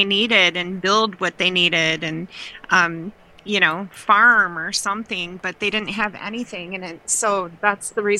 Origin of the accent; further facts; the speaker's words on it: Michigan, United States; now in Oregon, United States; when I grew up in Michigan